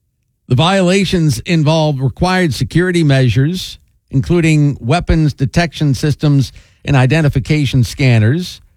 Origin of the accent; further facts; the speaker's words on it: Lake Mary, Florida, United States; So I think for my entertainment options, I'll just stay in my hometown of Lake Mary.